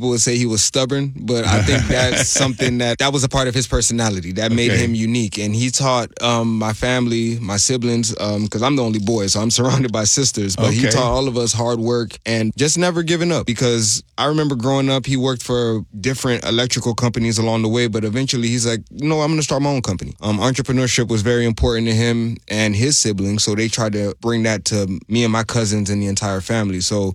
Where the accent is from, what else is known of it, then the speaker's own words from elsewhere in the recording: North Miami, Florida, United States; my hometown, North Miami